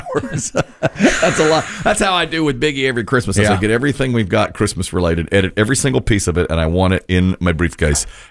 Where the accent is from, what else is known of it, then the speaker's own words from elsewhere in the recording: Asheboro, North Carolina, United States; Growing up in Asheboro the way I did